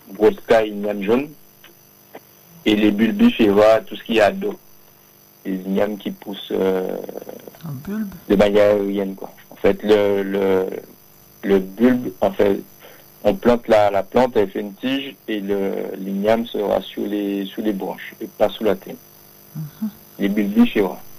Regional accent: Les Abymes, Guadeloupe; Et moi, en fait, je suis originaire des Grands Fonds, Grands Fonds des Abîmes.

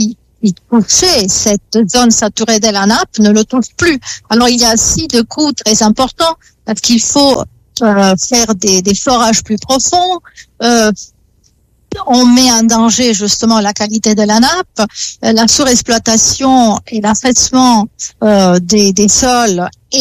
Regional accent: Italy; accent: Italian; French is a second language; mon accent italien

